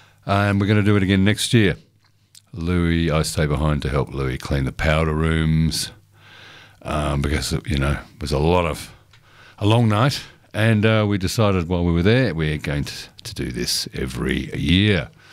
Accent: Woodend, Victoria, Australia; also born or lived in Ladbroke Grove, London; growing up in Woodend

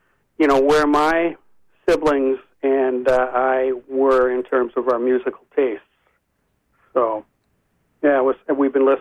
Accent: St. Paul, Minnesota, United States; when I was a little kid growing up in St. Paul.

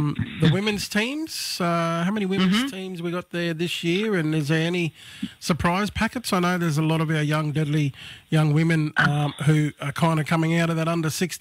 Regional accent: Darwin, Northern Territory, Australia; now in Brisbane, Australia; as young fellas, you and I up there in Darwin, and then we both end up down these ways?

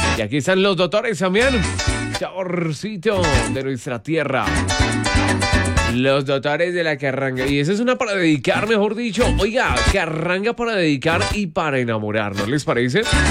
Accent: Duitama, Boyacá, Colombia; O sea, hermano, yo soy de Duitama … soy de Duitama, soy de mi tierra, soy boyacense. Tal vez el acento no es tan característico de mi región, pero de todas maneras amo mi Boyacá

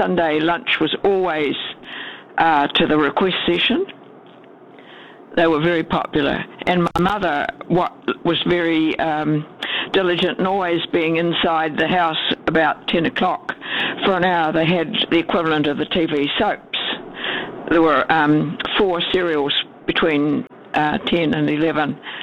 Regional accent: Otago, New Zealand; born there; moved away as an adult; also born or lived in Dunedin / Auckland; now in Christchurch, New Zealand; I was born in the Catlins, went to Dunedin to work, went to Dunedin first, Auckland first, married.

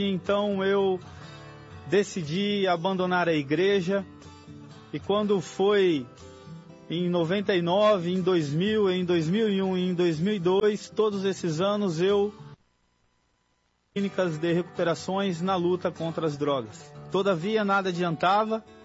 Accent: Campinas, São Paulo, Brazil; sou de Campinas, interior de São Paulo.

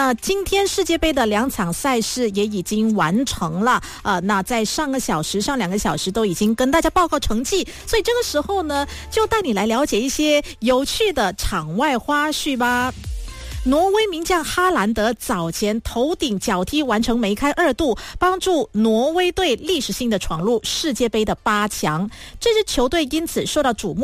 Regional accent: Malaysia; 那对于我们马来西亚人来说，3文鱼是相当珍贵的，只有在特定的餐厅才能吃得到。

